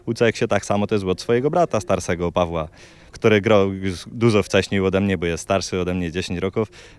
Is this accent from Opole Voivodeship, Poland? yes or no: no; Poronin, Lesser Poland, Poland; Ja jestem wnukiem brata Władysława, Henryka. Mieszkam w Poroninie pomiędzy swoim dziadkiem, a wspomnianym przeze mnie strykiem Stanisławem.